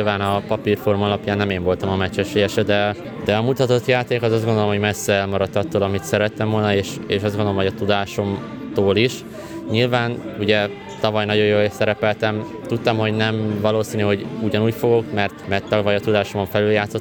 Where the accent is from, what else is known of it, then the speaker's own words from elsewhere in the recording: Hungary; mi magyarok